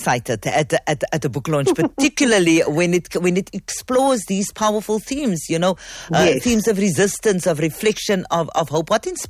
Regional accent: South Africa; I am a South African, I am a Jew, I'm an anti-Zionist, I'm also a writer, a theatre maker, an actor, and an improviser.

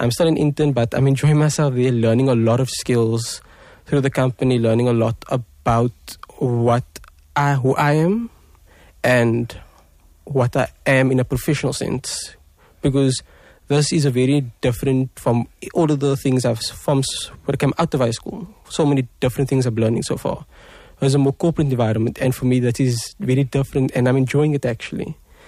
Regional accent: South Africa; Because it is an important day, especially in our country. As a South African, it's one of the days where you can't just say, oh, it's another holiday.

